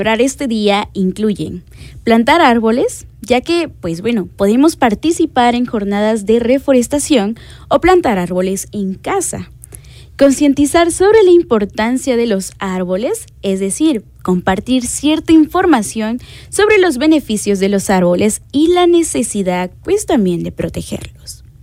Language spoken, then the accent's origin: Spanish; Amatitlán, Mexico; Al igual en mi comunidad, yo soy de Amatitlán